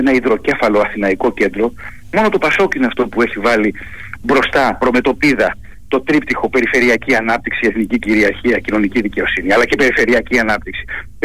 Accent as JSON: {"language": "Greek", "area": "Kefalonia", "region": "Ionian Islands", "country": "Greece", "said": "Εγώ επειδή κατάγομαι από την Κεφαλονιά"}